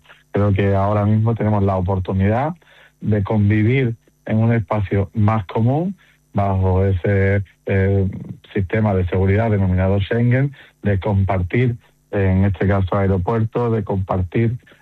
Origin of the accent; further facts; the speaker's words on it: San Roque, Andalusia, Spain; mi pueblo, San Roque